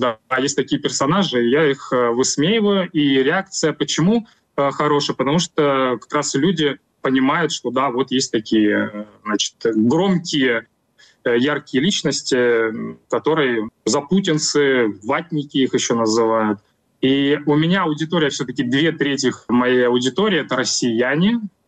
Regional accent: Russia; moved away; Не надо обобщать россиян, потому что я сам россиянин, я до 25-го года жил в России

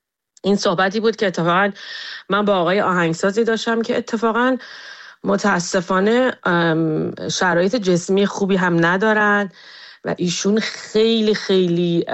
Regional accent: Iran; now in United States; ترجیح میدم الان بلیطمو بخرم و برم ایران و کنار دوستام، کنار خانوادم و برگردم به شهر خودم

